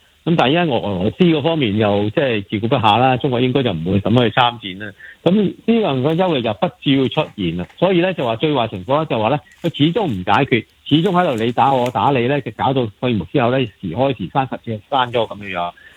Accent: Hong Kong; 我哋香港人

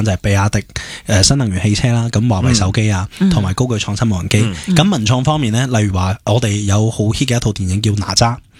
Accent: Jinjiang, Fujian, China; now in Shenzhen, China; 哦，我乡下系福建，福建晋江。

